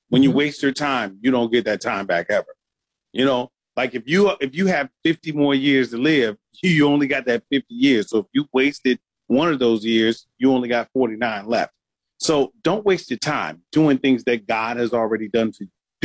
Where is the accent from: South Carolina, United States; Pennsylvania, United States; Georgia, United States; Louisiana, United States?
South Carolina, United States; Andrews; I am from the Little A. I am very proud to be from Andrews, South Carolina.